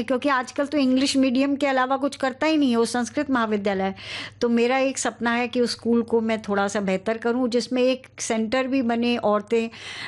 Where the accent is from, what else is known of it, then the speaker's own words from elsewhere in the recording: Uttarakhand, India; moved away; मैं भी पहाड़ी हूँ